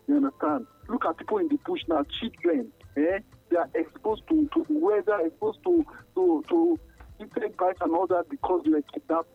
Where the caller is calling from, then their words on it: Canada; I'm calling from Canada.